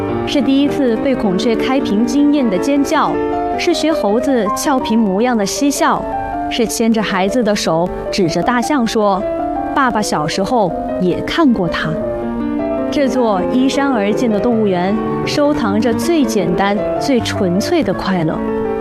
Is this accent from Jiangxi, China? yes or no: no; Chongqing, China; 咱们重庆人